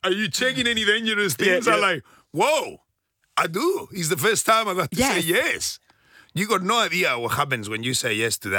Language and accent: English; Australia; I'm Australian citizen, I promise. I got my papers.